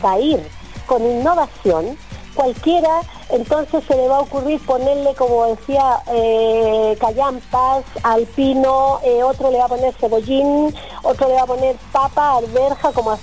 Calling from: Chile; como buen chileno o buena chilena

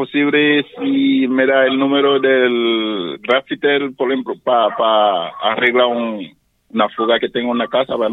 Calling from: Rengo, O'Higgins, Chile; Acá en Rengo.

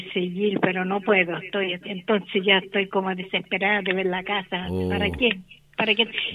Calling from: San Fernando, O'Higgins, Chile; Yo, de San Fernando.

